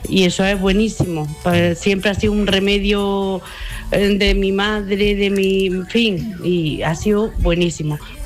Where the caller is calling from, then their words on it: Bailén, Andalusia, Spain; de Bailén.